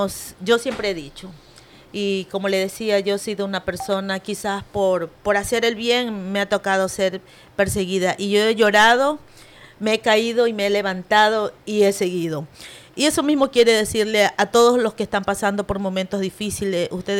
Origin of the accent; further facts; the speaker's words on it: San Lorenzo, Manabí, Ecuador; no solo de San Lorenzo, de la cual soy oriunda